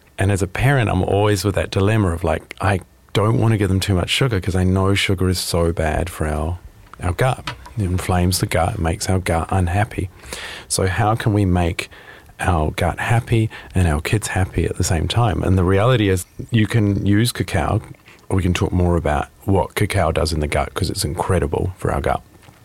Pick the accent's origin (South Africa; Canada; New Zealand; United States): New Zealand; I say kumara because I'm from New Zealand and that's what we call it.